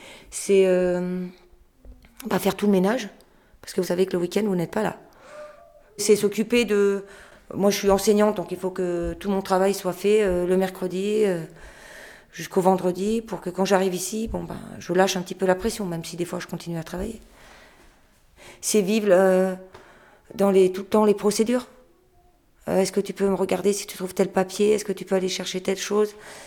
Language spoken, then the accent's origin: French; France; Je suis française convertie à l'islam.